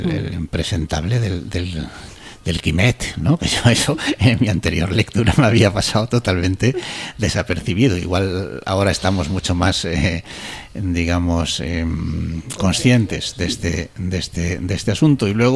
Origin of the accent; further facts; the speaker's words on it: Barcelona, Catalonia, Spain; born there; moved away; yo de niño vivía en Barcelona, yo aprendí catalán